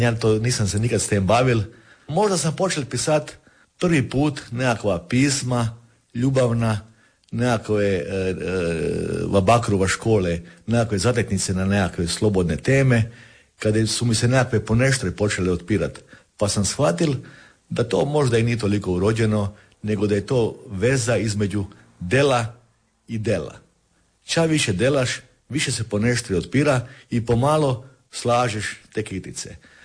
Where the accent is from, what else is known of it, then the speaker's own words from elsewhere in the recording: Kostrena, Primorje-Gorski Kotar County, Croatia; Ja sam rođen i živjel v Kostrene i sad živim, ali v jednoj drugoj. V finoj Kostrene, kaj je danas Sveta Barbara. To je Kostrene kada je sad Ina i moje rodno selo je tako reći zrušeno, 50 kuće zrušeno kada je tamo se Ina širila